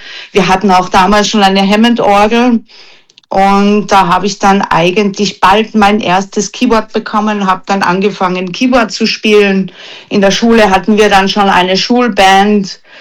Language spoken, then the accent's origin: German; Austria; Also natürlich bei uns in Österreich war es mal ganz klar